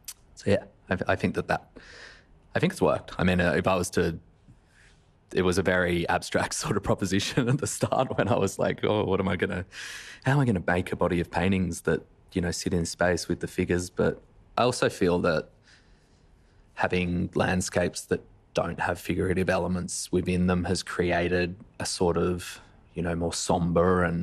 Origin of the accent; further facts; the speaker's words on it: Avalon, New South Wales, Australia; back up from where I grew up in Avalon, back up river up to Windsor, Richmond, where my family were originally from.